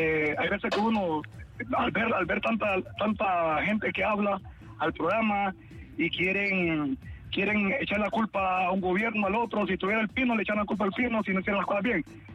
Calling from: Honduras; la verdad que nosotros como hondureños

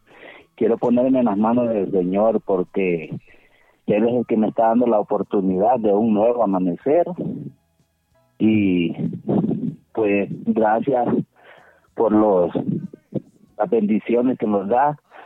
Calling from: Honduras; De la colonia Canaán.

